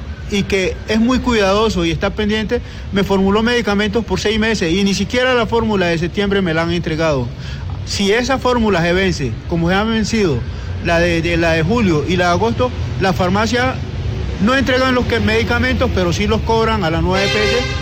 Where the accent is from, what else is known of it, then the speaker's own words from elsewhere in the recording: Chocó, Colombia; now in Medellín, Colombia; por ese motivo salí del departamento del Chocó, víctima del conflicto armado por desplazamiento forzado y amenaza. Me encuentro acá en la ciudad de Medellín hace mucho tiempo en calidad de persona refugiada